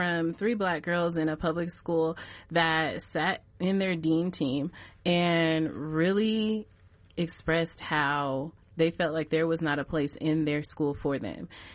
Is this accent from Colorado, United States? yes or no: yes; Denver, Colorado, United States; what we grew up with here in Denver. And just in the 90s when we were growing up